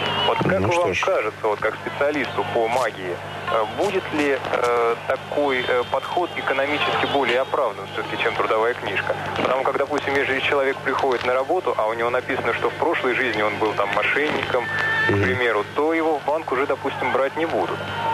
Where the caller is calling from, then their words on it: Volgograd, Volgograd Oblast, Russia; я из Волгограда сам.